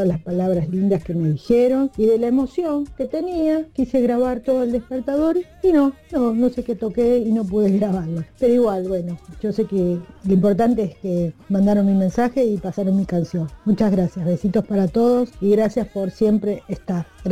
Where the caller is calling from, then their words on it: Lanús, Buenos Aires Province, Argentina; de Lanús.